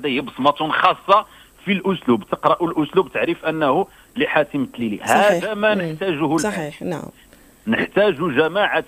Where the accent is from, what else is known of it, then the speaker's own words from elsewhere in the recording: Morocco; عندنا في المغرب